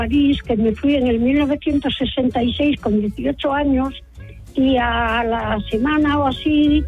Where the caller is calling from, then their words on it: Asturias, Spain; Soy asturiana de un pueblo, bueno, tirando a pueblo de montaña.